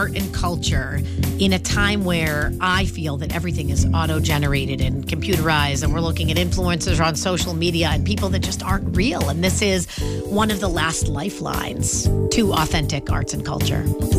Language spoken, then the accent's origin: English; Worcester, Massachusetts, United States; from Worcester, and I support 90.5.